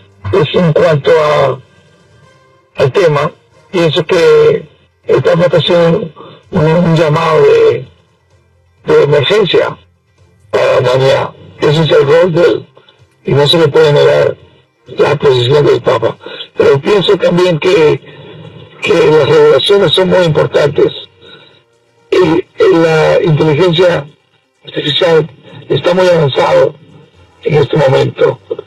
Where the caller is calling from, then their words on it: New York, United States; le llamo de Brooklyn